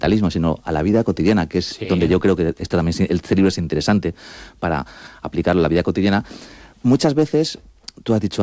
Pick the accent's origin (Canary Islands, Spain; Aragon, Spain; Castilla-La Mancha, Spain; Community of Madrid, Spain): Community of Madrid, Spain; Madrid; soy madrileño y mis padres son argentinos